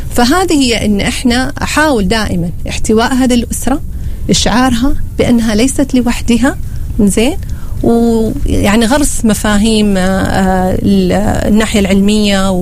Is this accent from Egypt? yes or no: no; Oman; إحنا هنا عندنا في عمان